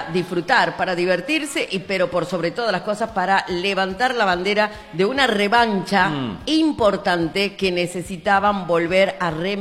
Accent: Argentina; Soy metemos argentino.

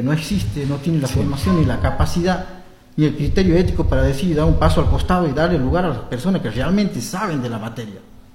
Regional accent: Suncho Corral, Santiago del Estero, Argentina; yo soy de Suncho Corral también

